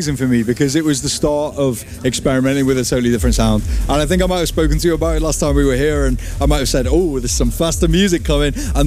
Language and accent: English; England, United Kingdom